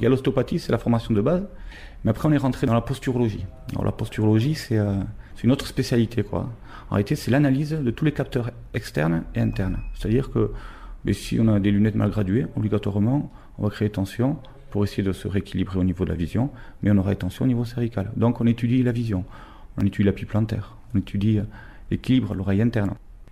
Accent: Bayonne, Nouvelle-Aquitaine, France; moved away as an adult; now in Bilbao, Spain; je suis de Bayonne, et je vis à Bilbao depuis 10 ans.

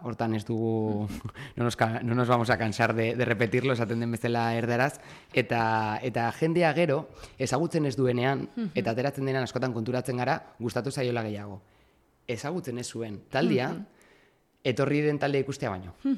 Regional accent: Irun, Basque Country, Spain; baina Irundarra naiz, orain dela 10 urte

